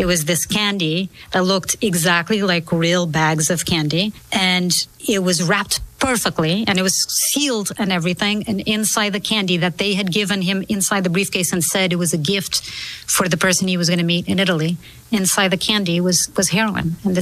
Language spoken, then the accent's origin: English; Portugal; So in Mozambique, they speak Portuguese. I'm from Portugal.